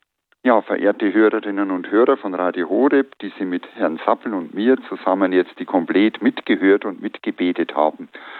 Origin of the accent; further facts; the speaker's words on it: Bavaria, Germany; Bei uns in der Oberpfalz, in der Diözese Regensburg